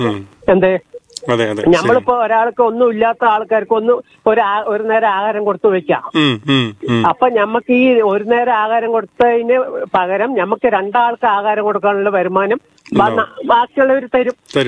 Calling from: Palakkad, Kerala, India; ഞങ്ങൾ പാലക്കാടുകാര് ഒത്തൊരുമയുള്ള ആളാണ്.

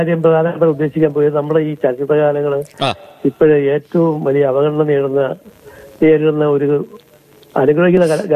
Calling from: Kollam, Kerala, India

